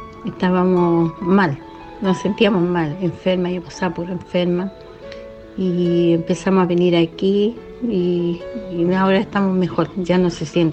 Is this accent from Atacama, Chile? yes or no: no; Quillota, Valparaíso, Chile